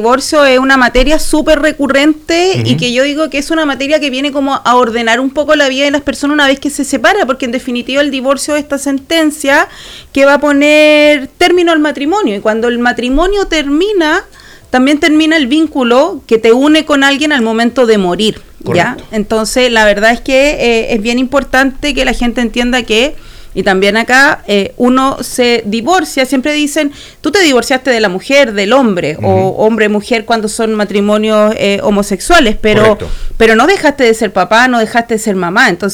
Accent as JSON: {"language": "Spanish", "town": "Marchihue", "region": "O'Higgins", "country": "Chile", "tie": "born or raised there", "also_born_or_lived": "Santiago", "lives_now": "Santa Cruz, Chile", "said": "yo crecí en Halcones, ahí en la comuna de Marchihue, y ahí me fui moviendo, como muchos provincianos, me fui a estudiar a Santiago, volví y acá estoy ya"}